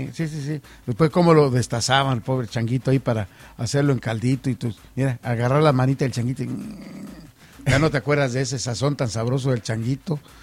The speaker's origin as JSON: {"language": "Spanish", "country": "Mexico", "said": "déjeme comentarle que los que venimos de México, no sé si de otros países."}